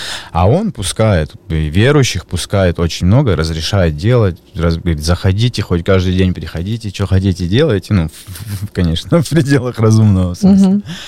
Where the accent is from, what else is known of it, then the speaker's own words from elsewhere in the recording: Krasnodar, Krasnodar Krai, Russia; Я здесь, Краснодара, родился, вырос здесь, на Комсомольском. Я учился в школе с Виталием Сергеевичем, 83-й.